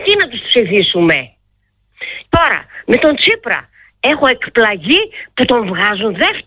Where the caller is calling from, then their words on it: Greece; είμαι από τα Γλαδοχώρη.